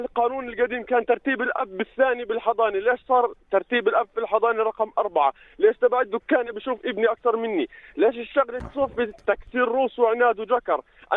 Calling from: Jordan

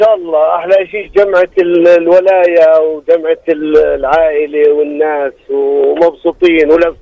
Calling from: Irbid, Irbid Governorate, Jordan; انا من اربد بحكي معكم من عروس الشمال

